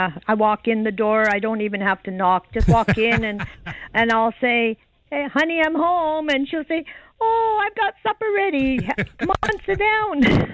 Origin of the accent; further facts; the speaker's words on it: Ontario, Canada; born there; moved away as an adult; also born or lived in Netherlands; I moved to Ontario from Holland in 53.